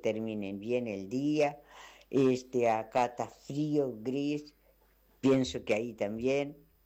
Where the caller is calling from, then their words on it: Montevideo, Uruguay; Porque somos charrúa. No, yo no dejo de ser charrúa.